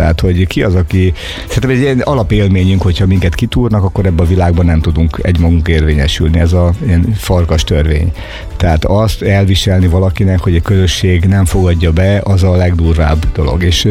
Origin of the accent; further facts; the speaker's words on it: Battonya, Békés, Hungary; Én Batonyán nőttem fel, egy kis faluban ráadásul, tehát hogy nem is egy nagy város elhagyatott utcái, hanem ott mindenki ismert mindenkit